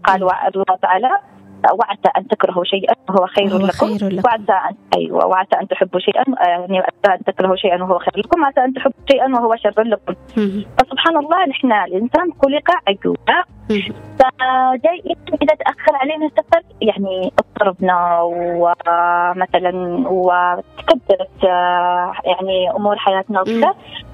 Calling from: Yemen

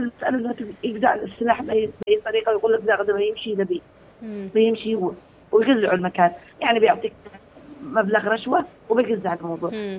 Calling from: Yemen; بثقافتنا كيمنيين

